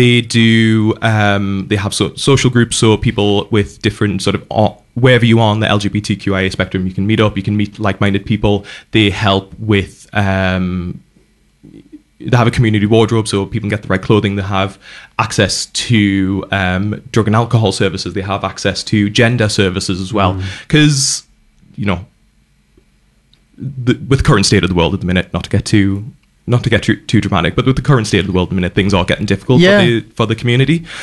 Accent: Newcastle, North East England, United Kingdom; now in New Zealand; Absolutely. but I was born in Newcastle, the other Newcastle, several thousand miles away.

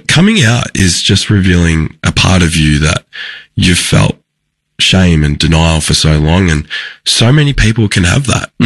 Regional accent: Haddon, Victoria, Australia; But I grew up sort of 20 minutes, 30 minutes out there towards Beaufort, but in a little town called Haddon.

